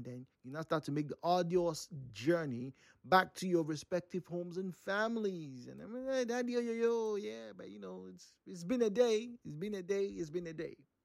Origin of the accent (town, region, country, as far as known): Nigeria